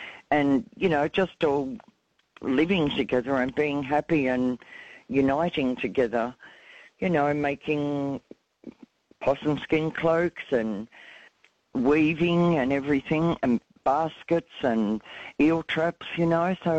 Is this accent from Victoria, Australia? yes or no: yes; Gordon, Victoria, Australia; I'm from Gordon near Ballarat, and my mob is Wadawurrung.